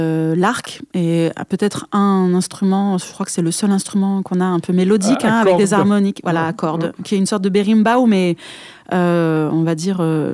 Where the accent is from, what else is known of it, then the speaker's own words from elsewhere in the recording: Occitanie, France; chez nous en Occitanie